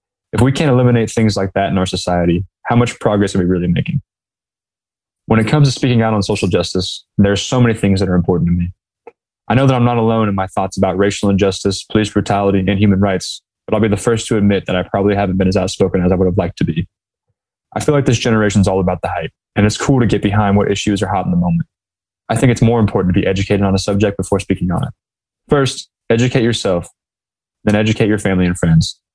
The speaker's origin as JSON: {"language": "English", "town": "Fort Wayne", "region": "Indiana", "country": "United States", "tie": "born or raised there", "said": "a white man inside of a gas station in my hometown of Fort Wayne, Indiana."}